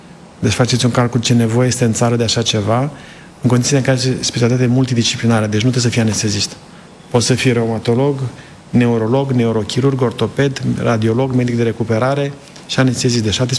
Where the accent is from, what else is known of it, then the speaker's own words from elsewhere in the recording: Sibiu County, Romania; moved away as an adult; also born or lived in United States; Sunt de lângă Sibiu. Am stat lângă Copșa Mică